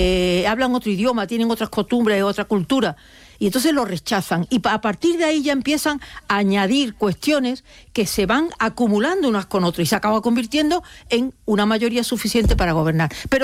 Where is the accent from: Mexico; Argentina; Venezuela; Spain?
Spain; Andalusia